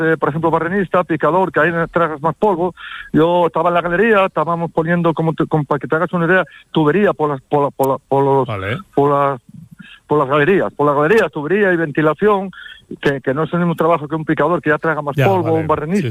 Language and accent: Spanish; Turón, Asturias, Spain; Yo soy de Turón, un pueblo al lado de Mieres, un pueblo minero.